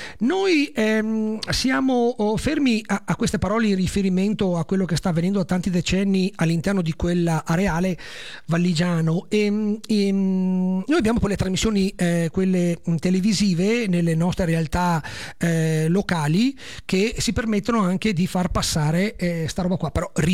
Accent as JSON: {"language": "Italian", "region": "Veneto", "country": "Italy", "said": "sindaco di una realtà paesaggistica in provincia di Treviso, alle nostre parti"}